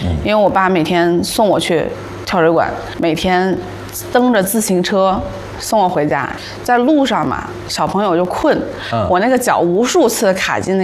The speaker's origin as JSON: {"language": "Chinese", "region": "Tianjin", "country": "China", "tie": "born or raised there", "said": "因为我是天津人，然后其实天津的小朋友像我们那个年代，我们都是在河里长大的。"}